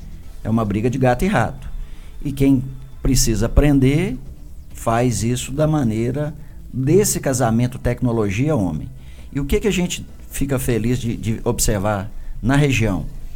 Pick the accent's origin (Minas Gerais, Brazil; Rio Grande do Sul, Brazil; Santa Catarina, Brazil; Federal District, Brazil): Minas Gerais, Brazil; born there; now in Belo Horizonte, Brazil; Eu sou nascido aqui, registrado no Quartel São João, que é um distritozinho ali do Quartel Geral.